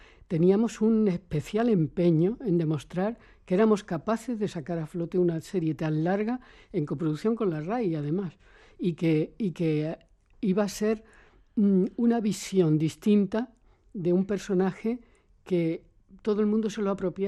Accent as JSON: {"language": "Spanish", "town": "Córdoba", "region": "Andalusia", "country": "Spain", "said": "Yo soy cordobesa"}